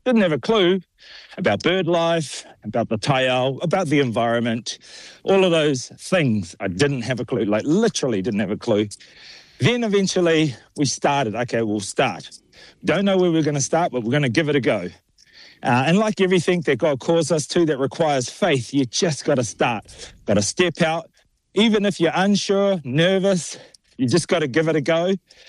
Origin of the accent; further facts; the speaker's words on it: Auckland, New Zealand; Growing up in Auckland City, you're more susceptible to the city life and the hustle and bustle, the dark alleyways, the streets.